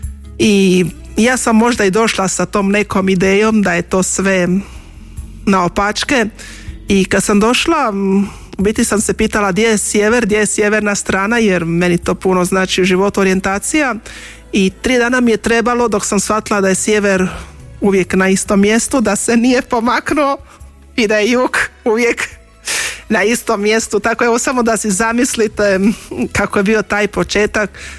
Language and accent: Croatian; Sisak, Sisak-Moslavina County, Croatia; born there; Još kao dijete, ja sam rođena u Sisku, čitali smo Radosnu vijest i Mali koncil.